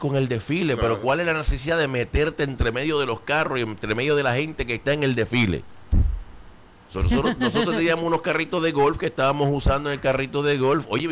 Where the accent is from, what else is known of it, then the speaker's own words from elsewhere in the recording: Puerto Rico; es porque somos boricua